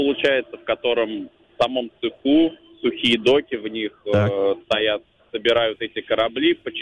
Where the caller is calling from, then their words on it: Kazan, Tatarstan, Russia